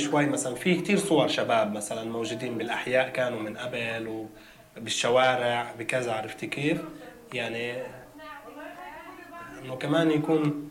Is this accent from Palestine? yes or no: yes; Palestine; now in Lebanon; نحنا بالمخيمات كفلسطينيين